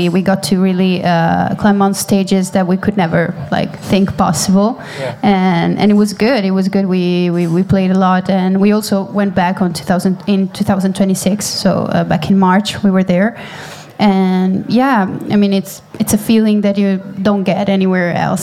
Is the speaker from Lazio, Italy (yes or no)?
yes; Rome, Lazio, Italy; English is a second language; moved away as an adult; now in Dublin, Ireland; I'm from Rome.